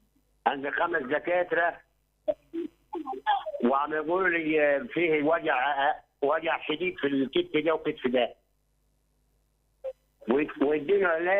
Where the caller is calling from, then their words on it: Minya, Minya Governorate, Egypt; معاك من المنيا.